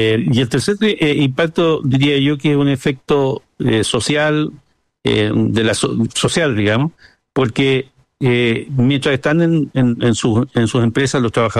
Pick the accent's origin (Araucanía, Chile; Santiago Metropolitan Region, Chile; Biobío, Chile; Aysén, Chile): Biobío, Chile; Concepción; Yo me acuerdo acompañar a mis padres al mercado, a la Vega. Yo soy penquista, esta historia es en Concepción.